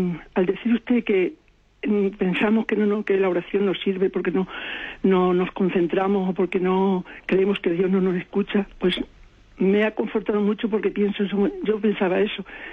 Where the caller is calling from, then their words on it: Salamanca, Castile and León, Spain; Le llamo desde Salamanca